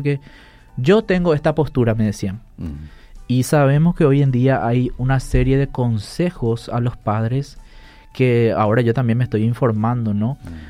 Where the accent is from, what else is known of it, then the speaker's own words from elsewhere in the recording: Paraguay; first language Guarani; Spanish is a second language; nuestra lengua materna, que es el guaraní.